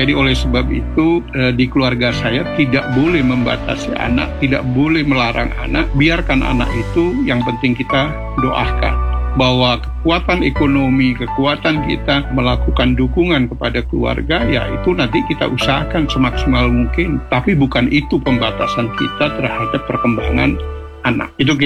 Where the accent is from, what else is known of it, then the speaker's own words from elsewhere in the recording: Pasuruan, East Java, Indonesia; Kan saya dari Pasuruan ya Mbak ya, dari desa. Ibu saya adalah guru ngaji, kemudian bapak saya seorang supir.